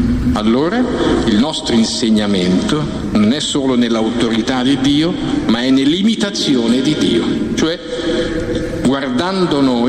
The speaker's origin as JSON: {"language": "Italian", "region": "Emilia-Romagna", "country": "Italy", "said": "Uno della nostra terra, viene fuori qualcosa di buono anche dall'Emilia Romagna"}